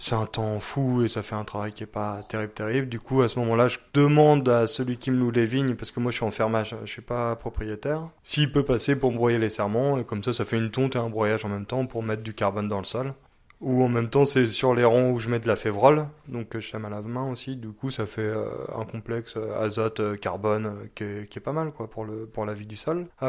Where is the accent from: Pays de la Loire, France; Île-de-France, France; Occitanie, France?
Pays de la Loire, France; Angers; moved away as an adult; also born or lived in Pic Saint-Loup; now in Aude, France; je viens d'Angers à la base, j'ai fait un BTS à viticulture œnologie à Saumur. Et je suis arrivé au Pic Saint-Loup après mon BTS, donc à 22 ans. Et je suis resté 7 ans là-bas